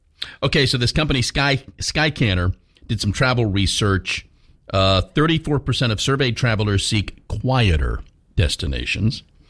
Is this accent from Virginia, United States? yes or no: yes; Virginia Beach, Virginia, United States; Near my hometown, Virginia Beach.